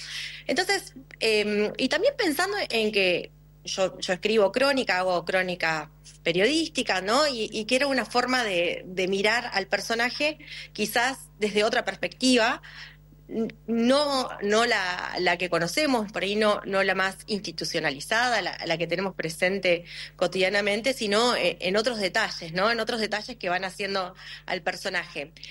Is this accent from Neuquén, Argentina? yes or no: yes; Neuquén, Argentina; moved away; also born or lived in La Plata / Brazil; cuando volví a vivir a Neuquén, yo soy de Neuquén, tuve unos cuantos años en La Plata, después en Brasil